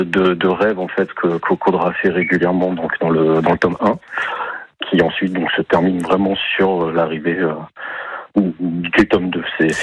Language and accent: French; Hauts-de-France, France; moved away as an adult; now in Boucau, France; Donc moi je suis natif du Pas-de-Calais